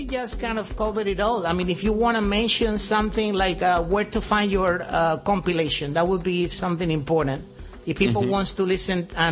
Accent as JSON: {"language": "English", "region": "Canary Islands", "country": "Spain", "moved": "yes", "said": "I'm from Canary Islands, so we have this connection with America, and we always had it."}